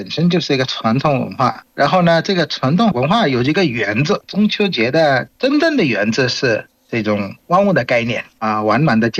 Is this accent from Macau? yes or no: no; Bangladesh; Chinese is a second language; 我是来自于孟加拉国的